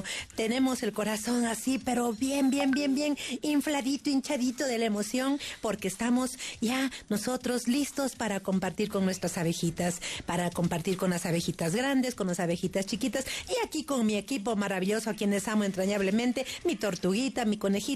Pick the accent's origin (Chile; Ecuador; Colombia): Ecuador; somos ecuatorianos